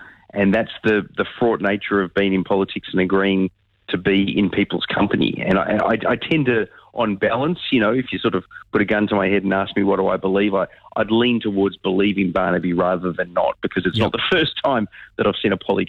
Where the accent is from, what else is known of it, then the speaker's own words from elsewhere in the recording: Sydney, New South Wales, Australia; also born or lived in Western Australia; I'm from Sydney, but spent a lot of time in WA, but don't go for the Dockers.